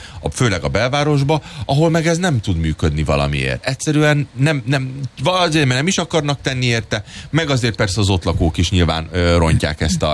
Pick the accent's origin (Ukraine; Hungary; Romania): Hungary; Budapest; moved away; én fölnőttem Újpesten. Zöldbe, nyugodtságba, biztonságba.